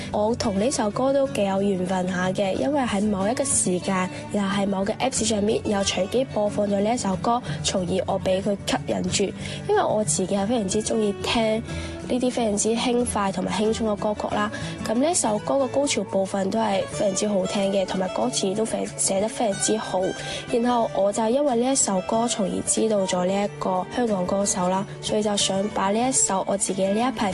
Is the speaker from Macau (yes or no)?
yes; Macau; Hello， 大家好，我是来自澳门的